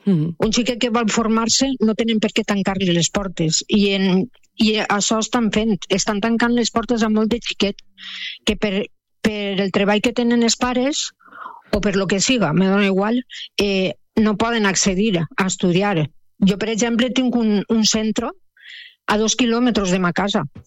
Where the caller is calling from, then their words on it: Pego, Valencian Community, Spain; jo sóc de Pego, del meu poble també